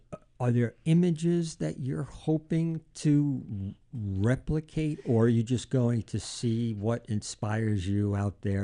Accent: New Jersey, United States; See, I'm from New Jersey.

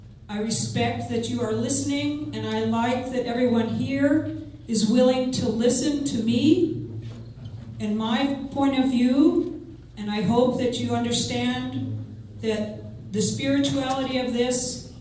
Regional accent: Bluff, Utah, United States; I'm from Bluff. I'm a business owner here, lived here 30 years.

